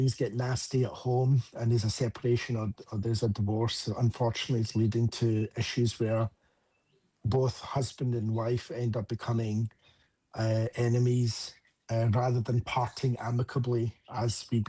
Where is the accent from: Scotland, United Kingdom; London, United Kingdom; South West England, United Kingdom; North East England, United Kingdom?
Scotland, United Kingdom; accent: Scottish; now in United States; because obviously I'm born and raised in the UK, as you can tell, I've got a Scottish accent, I'm actually from Scotland. But then now almost being in the US for 10 years